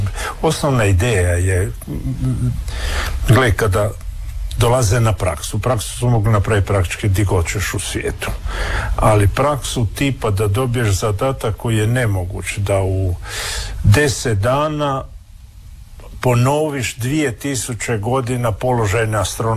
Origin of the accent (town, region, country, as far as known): Istria County, Croatia